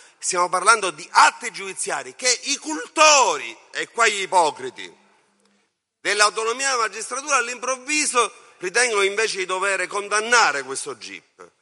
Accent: Palermo, Sicily, Italy; e personalmente io conosco da palermitano, e che chi si è visto le strage sa di cosa si parla

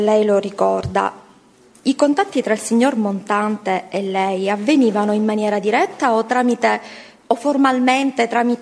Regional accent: Sicily, Italy; noi siamo siciliani

